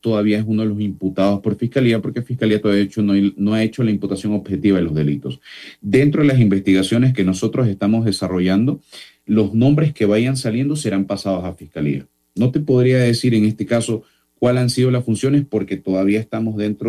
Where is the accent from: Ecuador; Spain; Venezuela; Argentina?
Ecuador; Guayaquil, Guayas; yo soy de Guayaquil